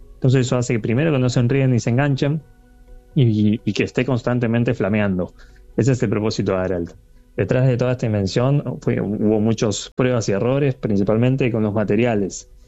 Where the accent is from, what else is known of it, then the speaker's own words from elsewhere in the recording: Quilmes, Buenos Aires Province, Argentina; now in Wilde, Argentina; No, no. Yo soy de Buenos Aires. Yo nací en la ciudad de Quilmes. Bueno, vivo actualmente en Wilde de Avellaneda, la zona sur de la provincia de Buenos Aires